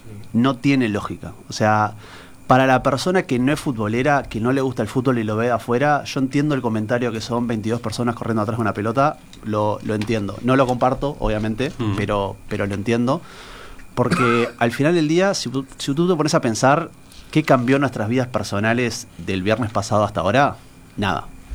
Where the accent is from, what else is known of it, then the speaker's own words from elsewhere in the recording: Uruguay; Por lo general, los uruguayos somos bastante más reservados cuando salimos para afuera, cuando estamos recorriendo el mundo, cuando nos presentamos a otras partes del mundo.